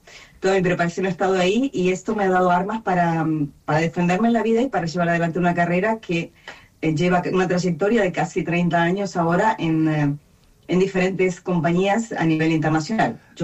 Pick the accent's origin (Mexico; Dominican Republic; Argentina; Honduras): Argentina; Patagonia; nosotros como argentinos y como patagónicos no tenemos a veces idea de la repercusión de nuestro país fuera de Argentina